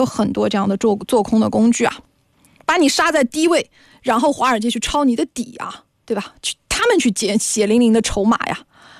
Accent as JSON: {"language": "Chinese", "country": "China", "said": "作为一个中国人，"}